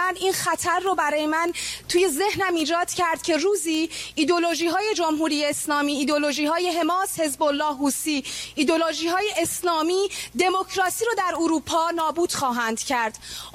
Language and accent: Persian; Iran; moved away as an adult; now in Germany; مادامی که در ایران علیه جمهوری اسلامی ایستادم و چشمم نابینا شد، بعد از نابینا شدن چشمم تهدید به اسید پاشی شدم از جانب جمهوری اسلامی و مجبور به ترک وطنم شد.